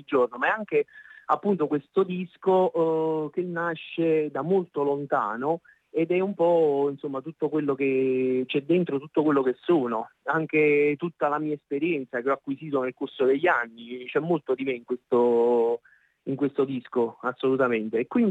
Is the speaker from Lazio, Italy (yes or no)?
no; Naples, Campania, Italy; Poi naturalmente io nasco con i dischi di … ma non so se dire essendo napoletano o meno, però comunque amo